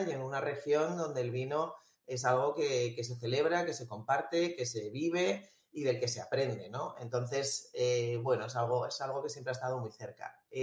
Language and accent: Spanish; Spain; Ya, española, madre de tres niños maravillosos, con una historia.